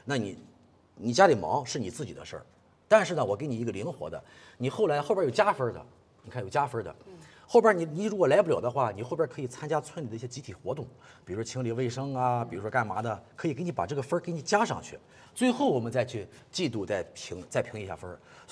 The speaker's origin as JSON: {"language": "Chinese", "region": "Shandong", "country": "China"}